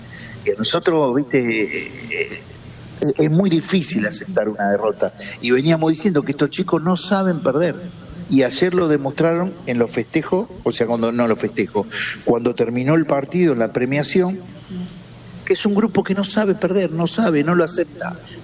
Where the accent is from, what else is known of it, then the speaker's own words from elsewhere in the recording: Argentina; la sensación que sentimos todos los argentinos